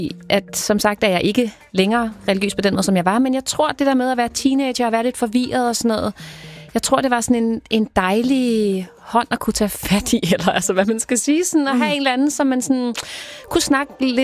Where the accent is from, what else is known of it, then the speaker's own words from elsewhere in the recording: Skovshoved, Capital Region of Denmark, Denmark; Jeg voksede op i Skovs Hoved. Jeg kunne godt lide at gå i Skovs Hoved Kirke.